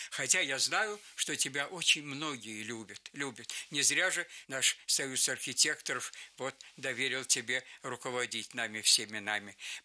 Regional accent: Moscow, Russia; born there; Я родился в Москве.

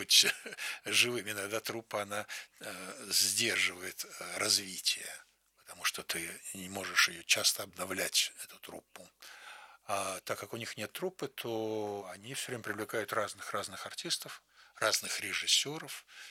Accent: Saint Petersburg, Russia; moved away as an adult; now in Moscow, Russia; я не собирался учиться в Москве, как коренной ленинградец.

